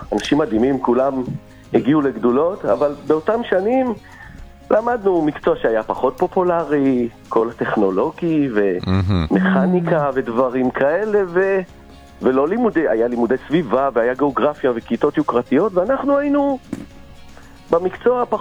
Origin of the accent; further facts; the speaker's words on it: Jerusalem District, Israel; אני יליד 81, ואני ממושב בערי ירושלים במקור, ולמדנו בבית ספר אזורי חקלאי.